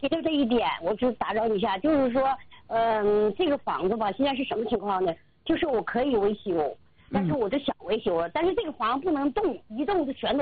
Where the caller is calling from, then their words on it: Changchun, Jilin, China; 我在长春市。